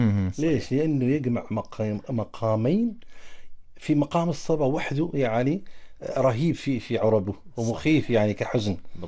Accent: Morocco

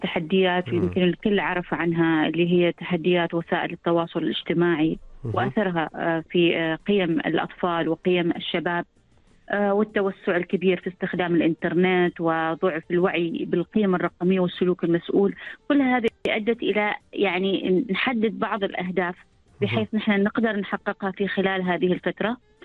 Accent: Oman; عندنا في سلطنة عمان

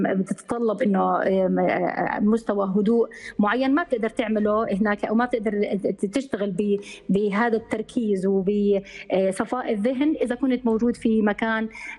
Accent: Jordan

